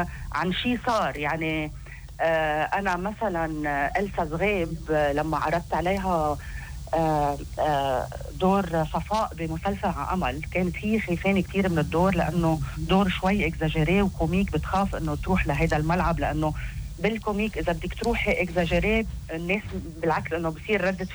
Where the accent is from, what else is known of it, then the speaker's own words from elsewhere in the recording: Lebanon; نحن كمواطنين لبنانية